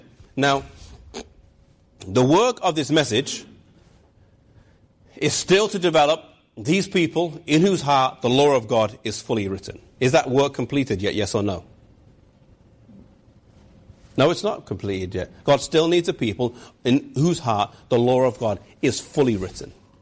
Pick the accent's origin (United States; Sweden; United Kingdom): United Kingdom; England; moved away; Now, I come from England.